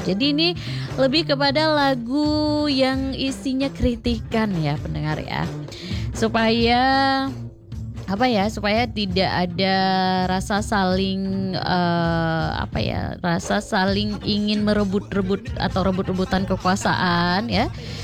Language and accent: Indonesian; Aceh, Indonesia; kalau kita orang Aceh